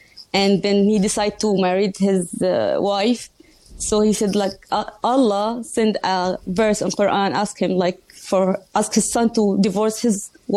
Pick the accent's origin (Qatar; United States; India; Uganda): Qatar; I had born and raised in Qatar, and my father is one of the founders of Hamas.